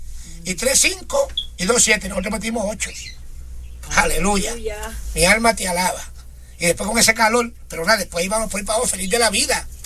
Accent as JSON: {"language": "Spanish", "country": "Puerto Rico", "moved": "yes", "said": "Yo no tenía seguro aquí, yo soy de Puerto Rico, vivía allá."}